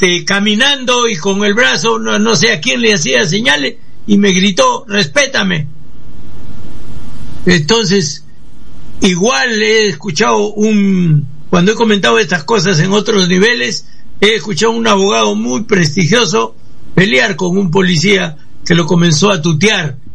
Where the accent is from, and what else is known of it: Peru